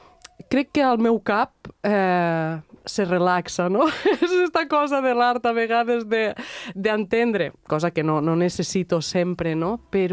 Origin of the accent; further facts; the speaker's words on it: Catalonia, Spain; moved away as an adult; also born or lived in Belgium; havia tornat a la meva ciutat natal.